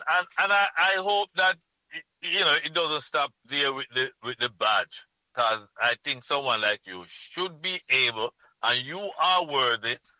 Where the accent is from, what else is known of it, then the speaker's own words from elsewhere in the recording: Jamaica; accent: Caribbean; now in United States; as a Jamaican living abroad